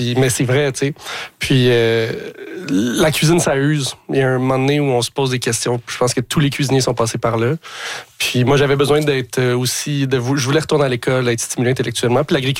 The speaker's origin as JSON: {"language": "French", "town": "Montreal", "region": "Quebec", "country": "Canada", "tie": "born or raised there", "said": "je ne suis pas du tout quelqu'un de la campagne. J'ai grandi à Ville-Saint-Laurent, Montréal."}